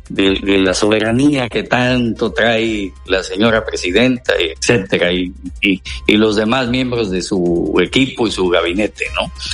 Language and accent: Spanish; Mexico